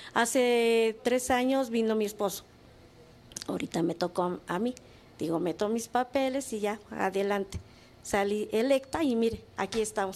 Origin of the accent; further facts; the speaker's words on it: Tlaxcala, Mexico; nosotros somos de Tlaxcala